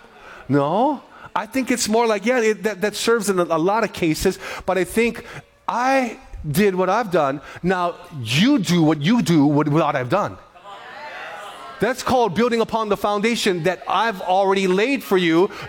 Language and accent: English; Honolulu, Hawaii, United States; So we grew up in Kalihi. We lived in Kalihi.